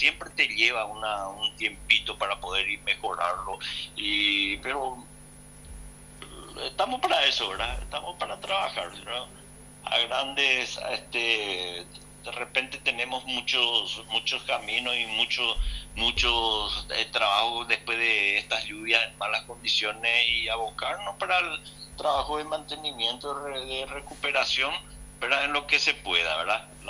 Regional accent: Asunción, Paraguay; now in Pilar, Paraguay; Yo que soy de Asunción

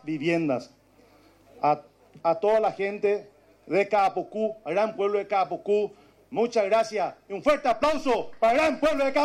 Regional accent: Paraguay; now in Caapucú, Paraguay; que también somos paraguayos

